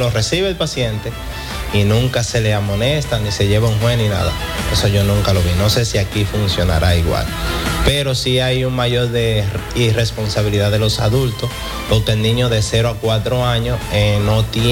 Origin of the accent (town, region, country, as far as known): Dominican Republic; also born or lived in Cuba